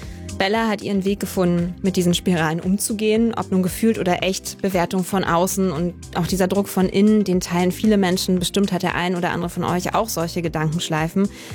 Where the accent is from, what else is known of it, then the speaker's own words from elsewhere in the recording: Berlin, Germany; Neben Berlin, auf Berlin lasse ich als Berlinerin natürlich nichts kommen.